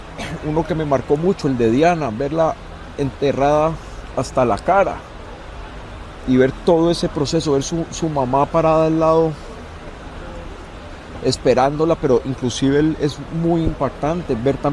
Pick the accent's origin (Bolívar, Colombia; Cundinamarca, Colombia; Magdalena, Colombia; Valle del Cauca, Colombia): Valle del Cauca, Colombia; Cali; a mí como caleño